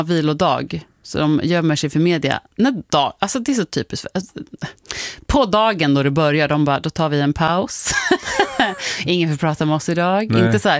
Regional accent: Sweden

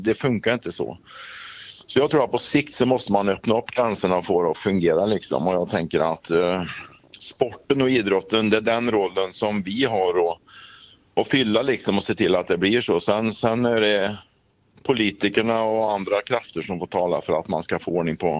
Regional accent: Russia; Swedish is a second language; Jag tror att man har alldeles fel propaganda hemma i Ryssland när man är stängd från omvärlden och man har inte rätt värderingar på saker och ting.

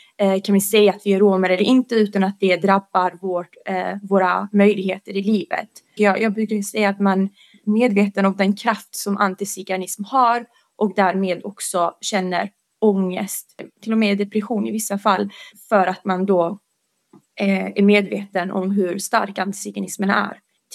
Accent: Bosnia & Herzegovina; Jag är rom från Bosnien, så jag är bosnisk rom. Och det innebär alltså att vi pratar bosnisk romani.

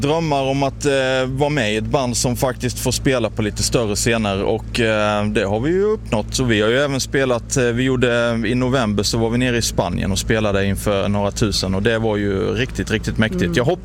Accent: Karlshamn, Blekinge, Sweden; Ja, jag kan nog bre på lite dialekt om du vill det, och att folk hör att jag kommer från Karlshamn, det tror jag.

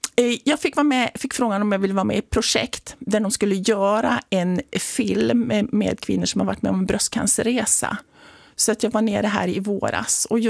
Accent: Värmland, Sweden; Jag är ju från Värmland egentligen, så det är ju liksom lite här.

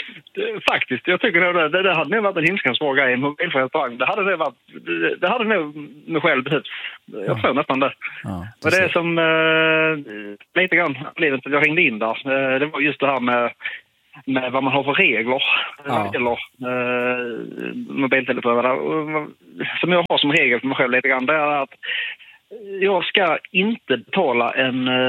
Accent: Sweden

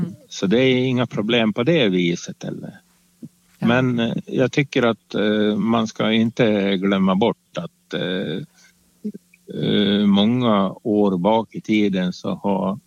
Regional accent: Sweden; born there; jag är född i Sverige. Och min pappa, han kom ju till Sverige efter kriget.

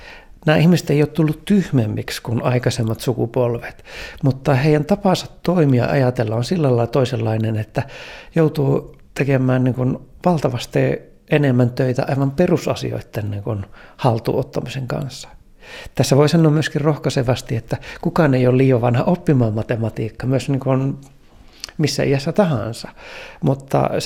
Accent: Eastern Finland, Finland; now in Luleå, Sweden; Tulin Itä-Suomesta tänne Luulajaan. Se tuntui oikeastaan aika pitkälle matkalle, mutta järvien ja metsien keskeltä, metsien ja soiden keskelle.

